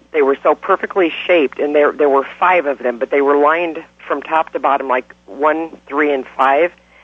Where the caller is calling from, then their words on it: Pahrump, Nevada, United States; I live in Pahrump.